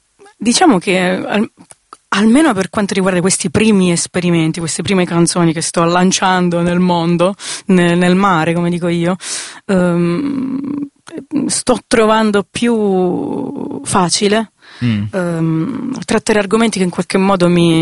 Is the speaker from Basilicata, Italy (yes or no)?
yes; Pisticci, Basilicata, Italy; accent: Pisticcese dialect; nel mio dialetto, nel dialetto pisticcese.